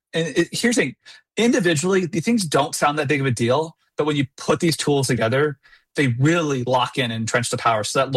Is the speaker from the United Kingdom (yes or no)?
no; Iowa, United States; Like, I'm from Iowa. Iowa used to be known, like the big history book in Iowa called it the Middlelands.